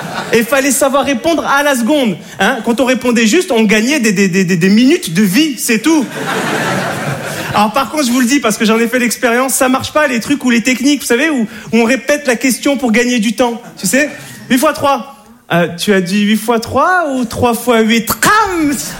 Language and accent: French; Monte Carlo, Monaco; je suis de Monaco, Monte Carlo. Voilà, le rocher, le prince, les princesses, hein, le Grand Prix de Monaco, les Arabes. Non, je suis l'Arabe de Monaco.